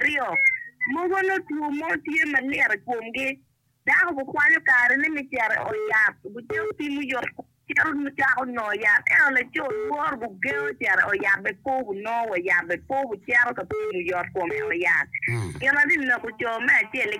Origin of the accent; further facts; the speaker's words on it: Ukraine; I'm from Ukraine, not in Long Bay.